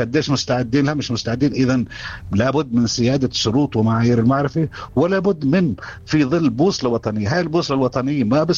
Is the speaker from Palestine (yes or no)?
yes; Palestine; أنا أكون كفلسطيني